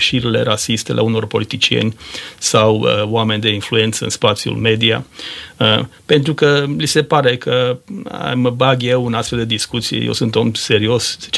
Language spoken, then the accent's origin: Romanian; Romania